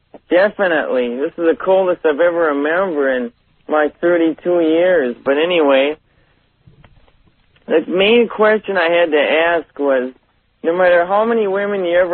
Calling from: Minneapolis, Minnesota, United States; from Minneapolis

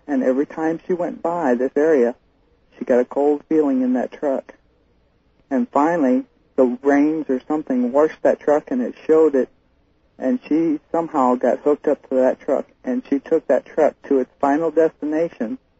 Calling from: Fairbanks, Alaska, United States

